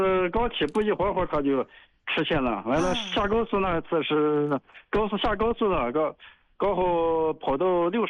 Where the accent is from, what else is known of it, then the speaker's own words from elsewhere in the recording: Xinjiang, China; 就新疆的，新疆的。